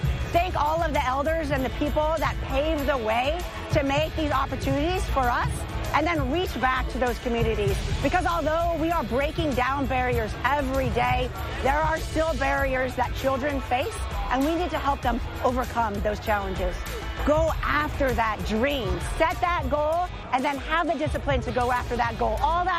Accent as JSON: {"language": "English", "town": "Petaluma", "region": "California", "country": "United States", "tie": "born or raised there", "said": "So I was born in Petaluma, California, just north of the city, and went to school at Rancho Cotati High School in Roanoke Park."}